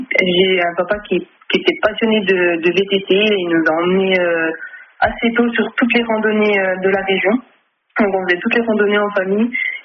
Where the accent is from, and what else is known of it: Morteau, Bourgogne-Franche-Comté, France